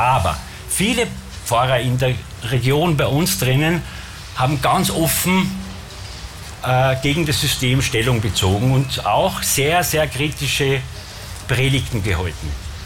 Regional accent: Bramberg, Salzburg, Austria; Eines der Beispiele ist aus Bramberg, wo ich herkomme, die Anna Meilinger.

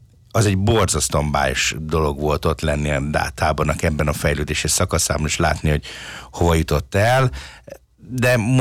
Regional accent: Budapest, Hungary; én ugye budapesti vagyok

